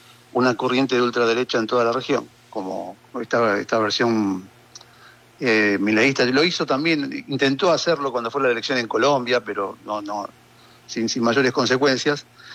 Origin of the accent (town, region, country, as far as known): Argentina